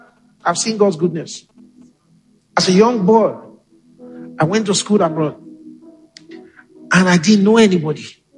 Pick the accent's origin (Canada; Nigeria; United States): Nigeria; Igarra, Edo; I grew up in Igara. Some of you don't even know where Igara is.